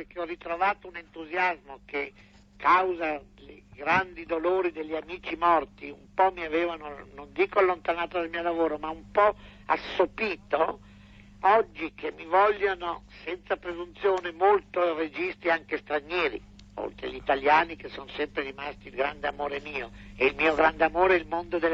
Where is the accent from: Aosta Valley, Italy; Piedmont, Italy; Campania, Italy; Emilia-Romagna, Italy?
Emilia-Romagna, Italy; Gualtieri; In fondo Gualtieri, però, da cui sono un po' terrorizzato ritornarci, perché la mia terra è piena di ricordi e di atmosfere che un po' mi spaventano, pur amandola molto.